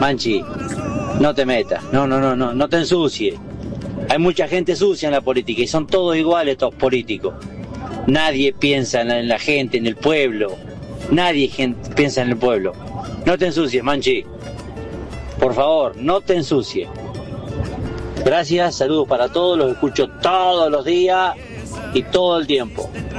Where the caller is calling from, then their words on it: Trenque Lauquen, Buenos Aires Province, Argentina; de Trenquilauquen.